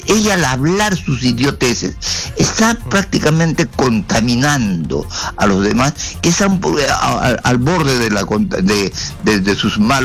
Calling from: Chincha Alta, Ica, Peru; Y te hablo desde Chincha.

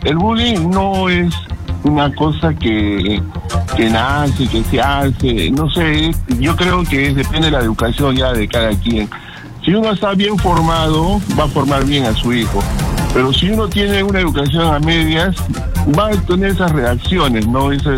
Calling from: Ilo, Moquegua, Peru

